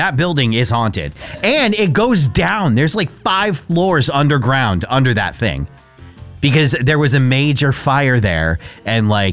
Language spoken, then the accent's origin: English; Connecticut, United States; I mean, I grew up in Connecticut